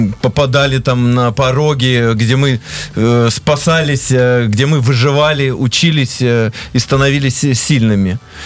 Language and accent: Russian; Siberia, Russia; я сам вырос в Сибири